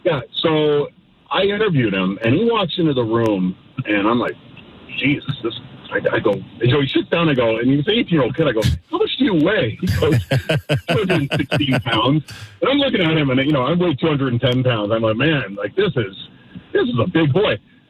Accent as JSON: {"language": "English", "country": "Canada", "said": "We're Canadian."}